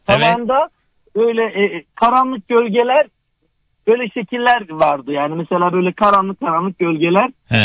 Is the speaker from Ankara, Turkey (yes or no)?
yes; Ankara, Turkey; biz yıllar önce tabii gecekonda doğduk büyüdük Ankara'da, Mamak'ta. Ailecek oturuyoruz biz.